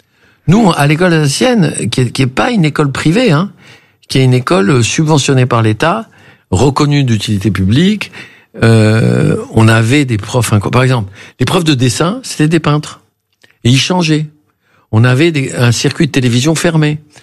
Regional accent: Tunisia; born there; moved away; quand on a quitté la Tunisie.

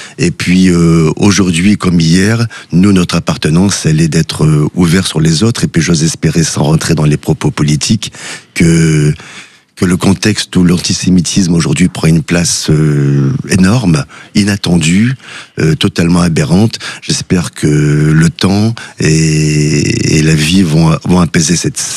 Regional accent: France; nous sommes nés avec une filiation qui est simple, c'est que nous sommes français de confession juive

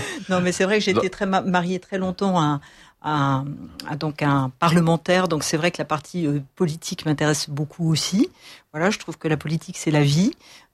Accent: Lyon, Auvergne-Rhône-Alpes, France; Moi, je suis lyonnaise. Je suis née à Lyon il y a quelques années déjà

